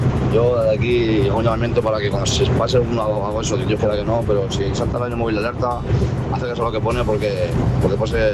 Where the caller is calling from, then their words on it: Cuenca, Castilla-La Mancha, Spain; de Cuenca.